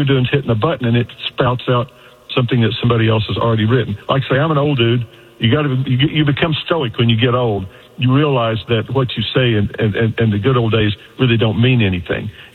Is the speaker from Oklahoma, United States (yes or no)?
yes; Bartlesville, Oklahoma, United States; right up here in Bartlesville, which is my hometown, best damn town in the country.